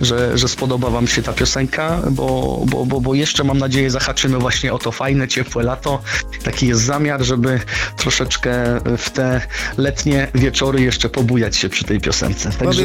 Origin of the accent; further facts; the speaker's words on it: Subcarpathian Voivodeship, Poland; ja jestem prosty chłopak z Podkarpacia